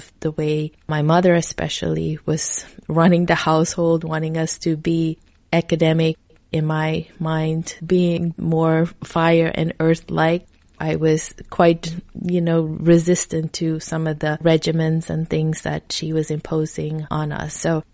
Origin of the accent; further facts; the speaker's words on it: Suriname; I'm from Suriname. It's a country right above Brazil that not many people have heard of.